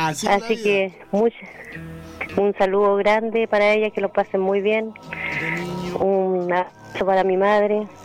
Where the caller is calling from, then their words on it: Chile; De Santa Elena